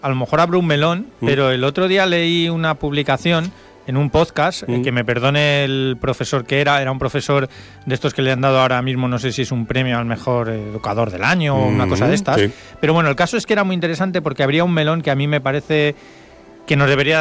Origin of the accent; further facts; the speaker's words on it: Madrid, Community of Madrid, Spain; como madrileño que soy